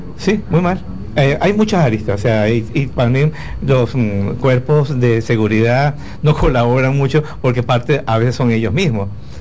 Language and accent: Spanish; Venezuela; moved away; Para el año en que yo salí de Venezuela, incluso yo salí mucho antes que Chávez asumiera el cargo de presidente